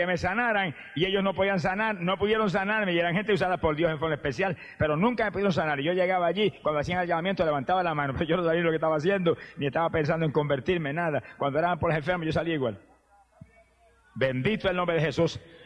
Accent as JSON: {"language": "Spanish", "country": "Puerto Rico", "tie": "born or raised there", "said": "Hubo ciertas campañas evangelísticas en Arecibo, que es cerca de mi pueblo, y en otros lugares, y yo fui volando para allá."}